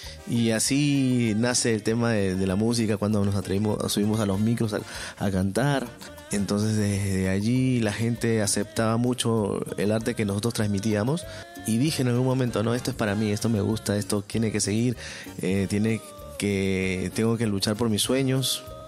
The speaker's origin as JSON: {"language": "Spanish", "region": "Callao", "country": "Peru", "tie": "born there", "said": "Bueno, nací en el Chimpún, Callao, en Carmen de la Legua, chalaco de nacimiento, y feliz de poder representar a mi tierra tan linda."}